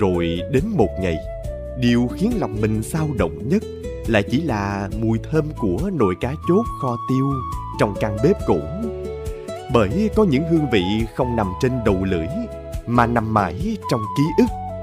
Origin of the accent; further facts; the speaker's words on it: Mekong Delta, Vietnam; những tháng ngày người miền Tây quê tôi còn chắc chiêu từng bữa cơm